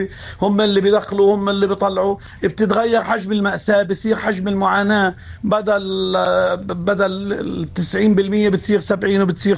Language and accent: Arabic; Palestine; انا كمواطن فلسطيني من عايش الحاله.